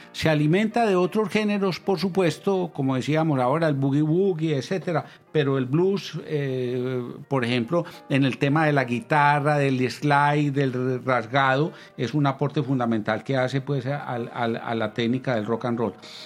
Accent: Colombia; nosotros estamos acostumbrados a pronunciarlo pues aquí a lo colombiano.

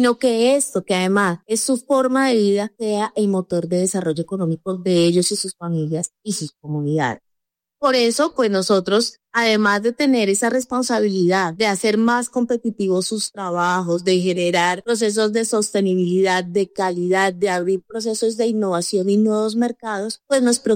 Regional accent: Colombia; No, es divino porque que decimos somos colombianos, pero eso significa muchísimo.

